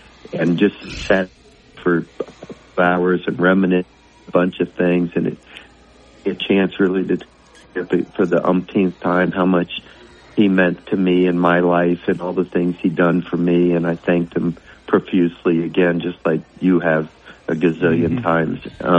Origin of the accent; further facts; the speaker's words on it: Miami, Florida, United States; when I grew up in Miami, we had a batting cage in our backyard.